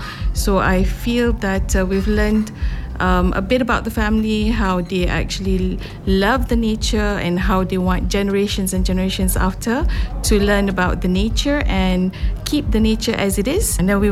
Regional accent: Malaysia; moved away as an adult; now in Novo Mesto, Slovenia; I'm from Malaysia. And we've been in Slovenia for the last 7 months. We are from Dolianska region, Novo Mesto in particular

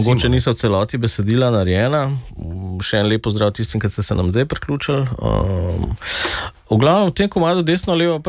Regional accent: Kranj, Upper Carniola, Slovenia; jaz prihajam iz Kranja

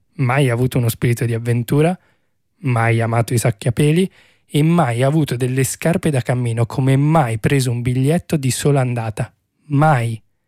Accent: Milan, Lombardy, Italy; Sono nato e cresciuto a Milano

